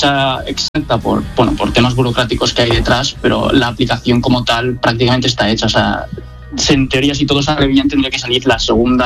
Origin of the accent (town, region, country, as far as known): Alcoy, Valencian Community, Spain; now in Valencia, Spain